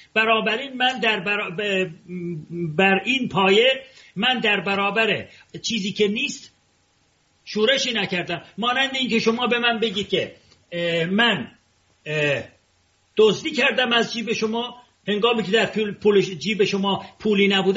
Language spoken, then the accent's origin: Persian; Tehran, Tehran Province, Iran; also born or lived in Ardabil; من خودم به چشم خودم دیدم تبلها و شمشیر به سر و کله کوبیدن در اردبیل، که من اردبیلی هستم، در تهران بزرگ شدم و من اردبیلی هستم.